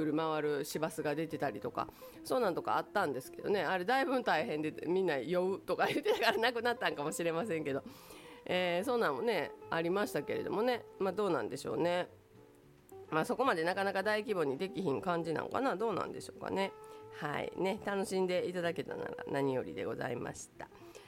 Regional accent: Takatsuki, Osaka, Japan; ありがとうございます私高槻出身でしてね、弟が今でも高槻で、バーをやっておりましてね、阪急の駅前で

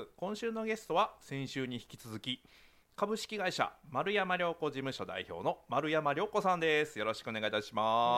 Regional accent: Kansai, Japan; 僕はもともと関西生まれ関西在住の生粋の関西人なので、関西といえばだし文化です。繊細なね、味が楽しめるこの関西のだし文化で育った

